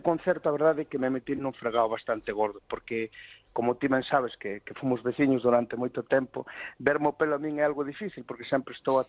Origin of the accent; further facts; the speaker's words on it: Galicia, Spain; pois eso, que temos que, como galegos, pois unirnos, porque creo que así irános mellor a todos.